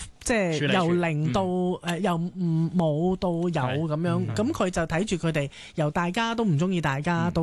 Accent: China; 同埋嗰刻都充分表現咗，即、就、係、是、我哋中國人咧，即係其實就係咁樣。

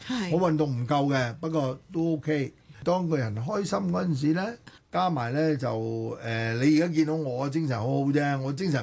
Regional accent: Hong Kong; 咁梗係點一首我哋香港人耳熟能詳。

